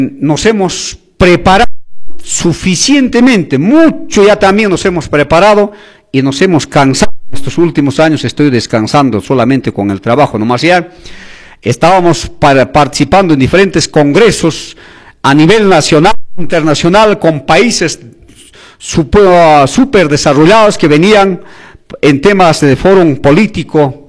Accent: Velille, Cusco, Peru; moved away as an adult; also born or lived in Arequipa; now in Santo Tomás, Peru; Soy de Belille, soy de Chumbivilcas, y en Santoto ya he vivido 25 años de vida.

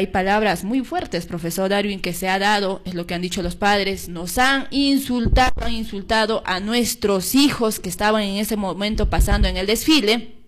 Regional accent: Peru

